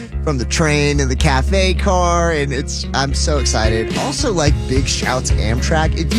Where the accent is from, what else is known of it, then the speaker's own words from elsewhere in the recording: Roanoke, Virginia, United States; now in Washington, D.C., United States; my hometown of Roanoke, which is the very end of that one line.